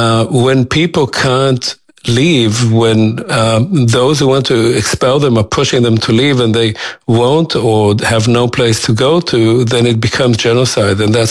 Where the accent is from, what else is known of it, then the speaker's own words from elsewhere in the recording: Israel; in the years that I was growing up in Israel, it was a somewhat embarrassing event for the Zionist worldview